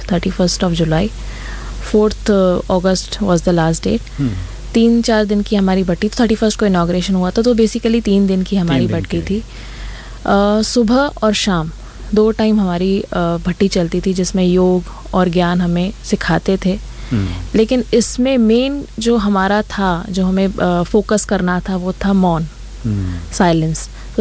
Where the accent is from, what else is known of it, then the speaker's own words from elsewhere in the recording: Amravati, Maharashtra, India; और मैं प्रॉपर महाराष्ट्र अमरावती की रहने वाली हूँ।